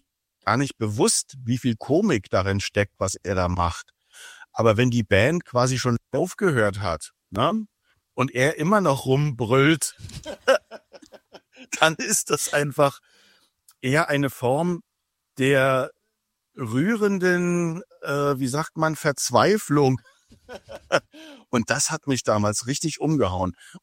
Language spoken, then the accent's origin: German; Germany; ich als Deutscher kann ja immer nur oberflächlich mit den Texten umgehen.